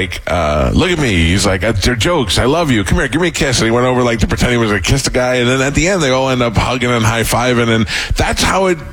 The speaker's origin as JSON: {"language": "English", "town": "Staten Island", "region": "New York", "country": "United States", "tie": "born or raised there", "said": "Now, when I was a kid, Queens was like, I grew up in Staten Island. I was afraid of Queens."}